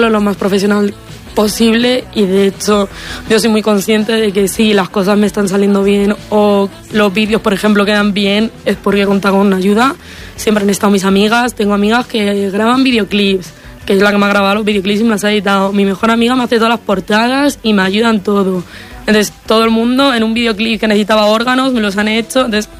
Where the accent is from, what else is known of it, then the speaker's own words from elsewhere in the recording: Martiherrero, Castile and León, Spain; moved away as an adult; also born or lived in Madrid; Yo soy de Marte Herrero.